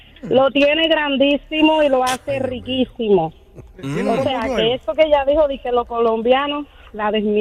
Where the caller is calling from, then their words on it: Dominican Republic; yo soy dominicana, mi esposo es colombiano